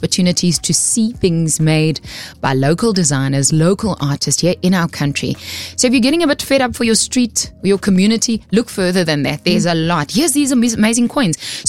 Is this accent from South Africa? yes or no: yes; South Africa